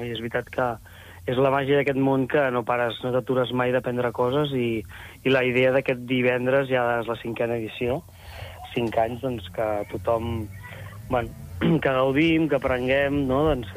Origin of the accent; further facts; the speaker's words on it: Arenys de Mar, Catalonia, Spain; som d'Arenys de Mar, nosaltres volem posar en valor i doncs, també tot el territori